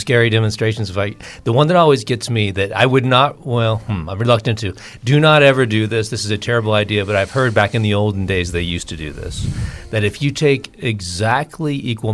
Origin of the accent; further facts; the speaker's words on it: Olathe, Kansas, United States; I grew up outside of Kansas City in a suburb, so Olathe South High School.